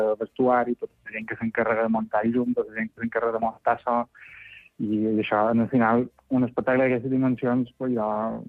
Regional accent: Alcúdia, Balearic Islands, Spain; Sí, ja som d'Alcúdia, sí.

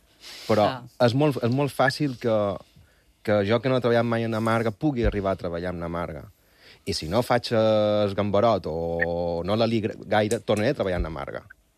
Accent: Balearic Islands, Spain; moved away as an adult; soc mallorquí, però vaig arribar de l'Institut del Teatre amb 28 anys

